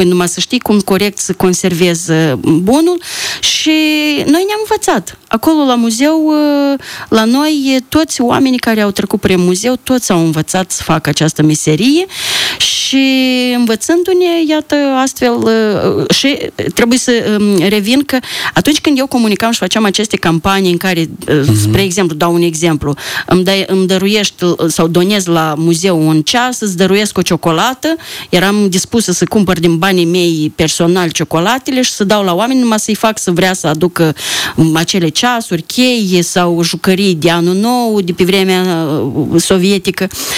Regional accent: Călărași District, Moldova; noi avem și alte personalități care tot sunt de la Călăraș.

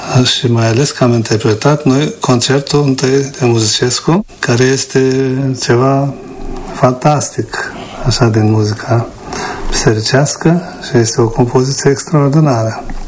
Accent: Chiriet-Lunga, Gagauzia, Moldova; În genere, din satul meu natal, Chiriet Lunga, de la Șezători, de la Hore, de la Nunți.

